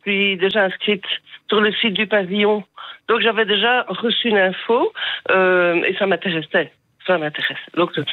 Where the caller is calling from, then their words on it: Namur, Wallonia, Belgium; À Belgrade.